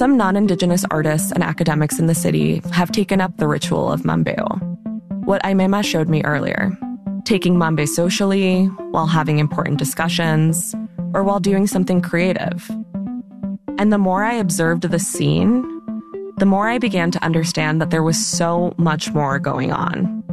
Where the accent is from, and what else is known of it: Florida, United States; born or raised there